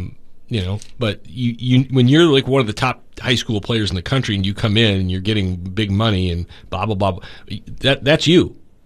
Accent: Illinois, United States; I'm from Illinois, not the college, but the state, so I watch the Illini

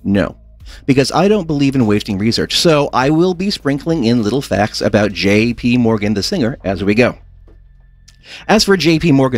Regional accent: Canada; I'm Canadian.

